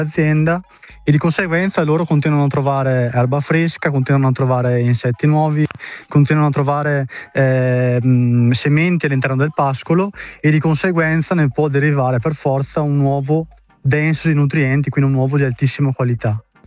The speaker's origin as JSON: {"language": "Italian", "town": "Badia Calavena", "region": "Veneto", "country": "Italy", "said": "Io sono di Badia Calavena"}